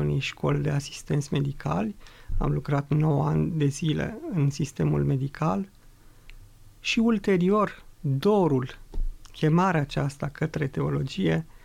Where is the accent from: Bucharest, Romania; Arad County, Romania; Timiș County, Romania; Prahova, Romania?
Prahova, Romania; Câmpina; born there; în urmă cu 44 de ani m-am născut pe Meleaguri Muntenești, în județul Prahova, în orașul, municipiul Câmpina. Provin dintr-o familie, o familie de oameni credincioși, oameni practicanți ai Sfintei Biserici